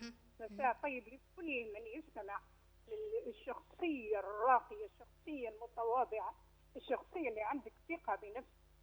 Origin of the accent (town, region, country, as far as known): Libya